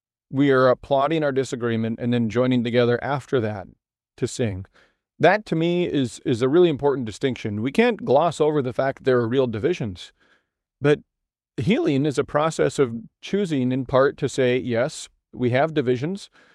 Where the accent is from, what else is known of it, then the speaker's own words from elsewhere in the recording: Decorah, Iowa, United States; I grew up in Decorah.